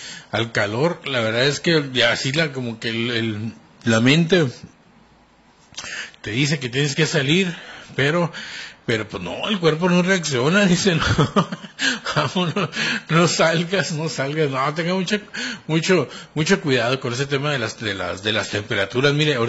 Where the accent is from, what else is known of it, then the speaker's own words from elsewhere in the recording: Mexicali, Baja California, Mexico; Yo sé que somos de Mexicali, que resistimos, que somos la raza de bronce